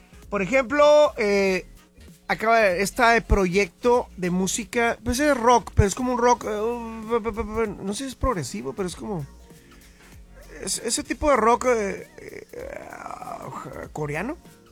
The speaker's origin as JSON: {"language": "Spanish", "country": "Mexico"}